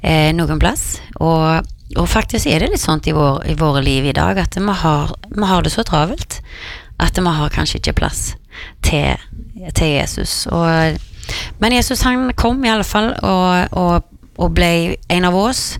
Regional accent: Karmøy, Rogaland, Norway; en stor julekonsert I hjembyen min på Karmøy, Åkra kirke.

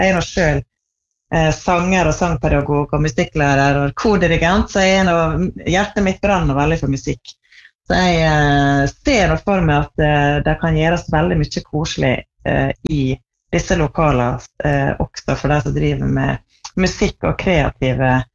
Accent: Tresfjorden, Møre og Romsdal, Norway; Jeg vokste opp I Tresfjorden, som da på andre siden av fjellet. Da jeg var der, faren min var prest I Tresfjorden

